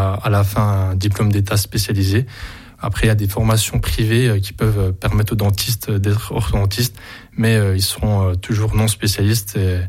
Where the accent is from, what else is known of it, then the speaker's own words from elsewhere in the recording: Montbéliard, Bourgogne-Franche-Comté, France; moved away; je suis originaire de Montbéliard